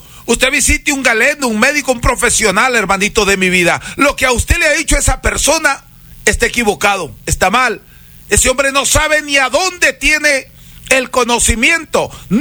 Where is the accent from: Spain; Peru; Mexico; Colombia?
Peru; Huancabamba, Piura; mi cultura huancabambina, peruana